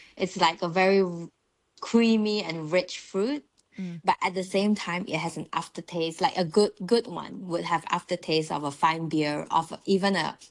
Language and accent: English; Sarawak, Malaysia; I think being Malaysian, I am a second generation Malaysian Chinese, and we have 13 states, so every state are kind of culturally distinct. Mm-hmm. But for me, I'm from Sarawak, on the beautiful island of Borneo.